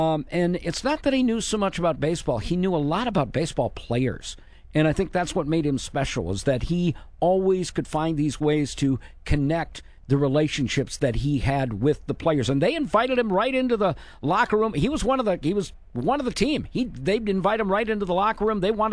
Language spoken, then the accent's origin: English; Minnesota, United States; now in Wisconsin, United States; I'm originally from Minnesota, but came here to Wisconsin